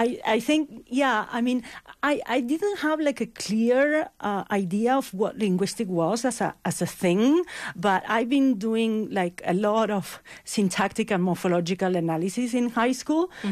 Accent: Buenos Aires, Argentina; moved away as an adult; also born or lived in United States; now in Toronto, Canada; So I'm from Buenos Aires, Argentina, and I studied there and undergraduate. And then I did some master studies in Patagonia in the south of Argentina in a university there.

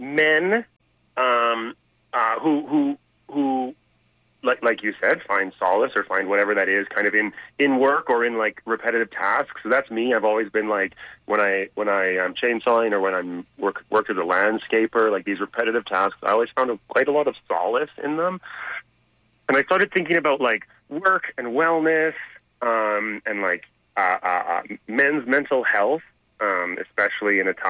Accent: Calgary, Alberta, Canada; now in Yukon, Canada; because I'm originally from Calgary and I've been in the Yukon for about 8 years now.

